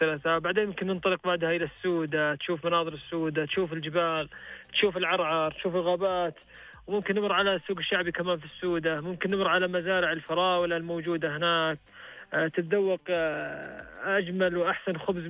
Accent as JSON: {"language": "Arabic", "region": "Asir", "country": "Saudi Arabia", "said": "عندنا في عسير"}